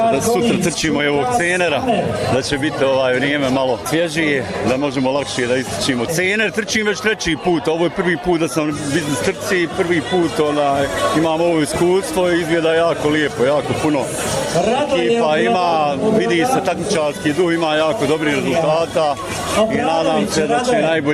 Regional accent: Sarajevo, Federation of Bosnia and Herzegovina, Bosnia & Herzegovina; dolazim iz Sarajeva.

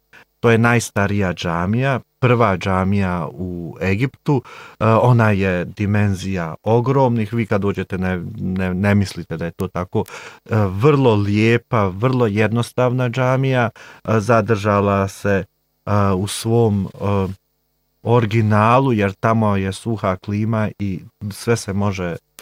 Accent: Bosnia & Herzegovina; Kod nas u Bosni ćete zamijetiti pticu kako leti negdje, pa zamijetit ćete potočić, pa drvo, ovo je drugačije.

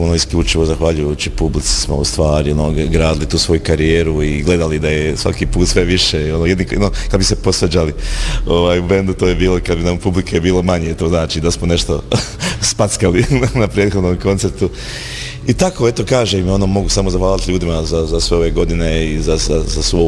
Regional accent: Bosnia & Herzegovina; imate toga narađenog, ono, to je kod nas u Bosni često ta sintagma.

